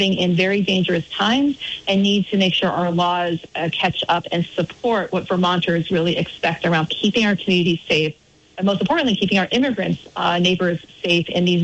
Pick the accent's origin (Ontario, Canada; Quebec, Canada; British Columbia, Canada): Ontario, Canada; Barrie; born or raised there